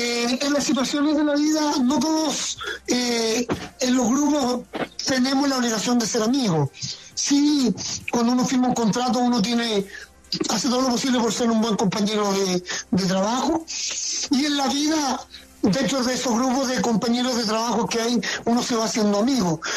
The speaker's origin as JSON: {"language": "Spanish", "country": "Chile", "said": "éramos 32 mineros chilenos y un minero boliviano."}